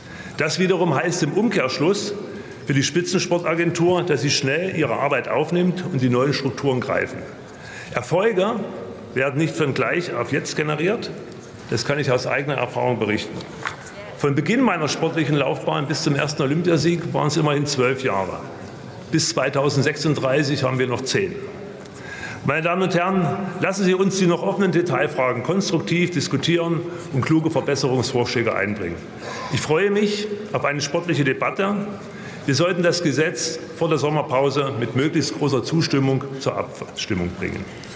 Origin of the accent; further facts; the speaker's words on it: Leipzig, Saxony, Germany; Und als stolzer Leipziger unterstütze ich dieses Vorhaben selbstverständlich aus tiefstem Herzen.